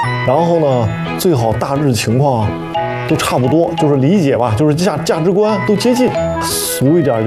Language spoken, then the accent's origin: Chinese; Beijing, China; born there; also born or lived in Northwest China; 我在北京出生，